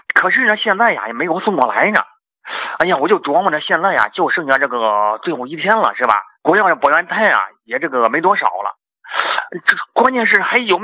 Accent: Shijiazhuang, Hebei, China; 哎，王老师啊，我是河北石家庄的啊，一个新患者，新朋友啊。

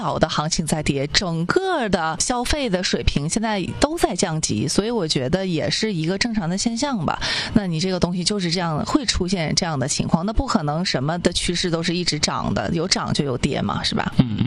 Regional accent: Northeast China, China; accent: Northeastern; 咱们怎么说东北话说戴的比较狼，可能每天都在佩戴

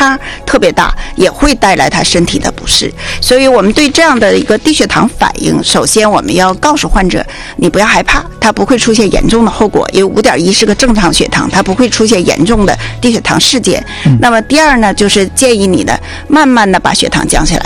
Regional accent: China

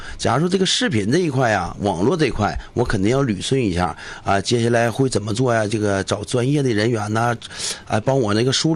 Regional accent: Gongzhuling, Jilin, China; 像我们那个秦家屯嘛，这个老百姓啊也好，家人们也好

